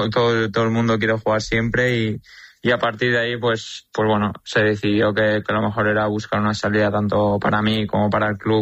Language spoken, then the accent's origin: Spanish; Valencia, Valencian Community, Spain; porque al final yo me he criado allí, soy de Valencia y voy a ser de Valencia toda la vida